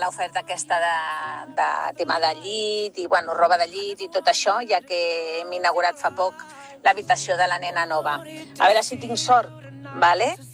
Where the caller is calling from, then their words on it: Cerdanyola del Vallès, Catalonia, Spain; de Cerdanyola